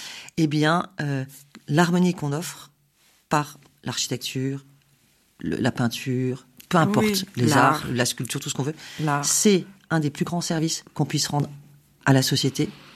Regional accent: Lorient, Brittany, France; also born or lived in Brest / Toulon; en fait, oui, moi je suis née à Brest, voilà, 70 à 80% d'une ville détruite par les bombardements. J'ai appris à lire à Lorient, 70% détruite par

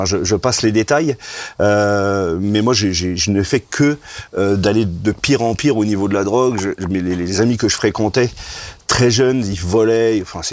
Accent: Portugal; mes parents étaient immigrés, hein, nous sommes portugais, voilà, nul n'est parfait.

